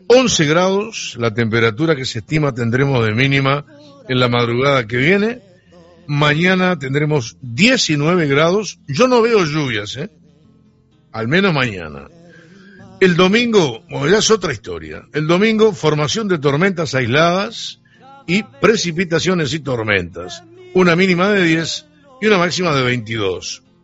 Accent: Uruguay

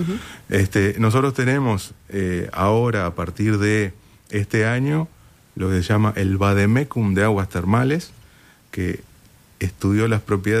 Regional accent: Uruguay

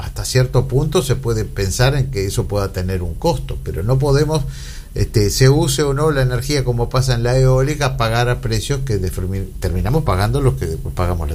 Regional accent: Uruguay

